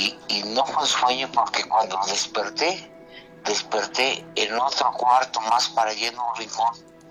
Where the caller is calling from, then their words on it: Mexico City, Mexico; De Xochimilco.